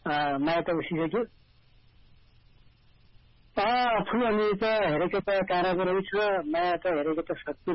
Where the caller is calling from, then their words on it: Lekhnath, Gandaki Province, Nepal; म लेखनाथबाट.